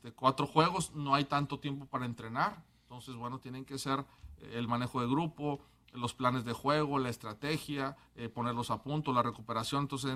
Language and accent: Spanish; Mexico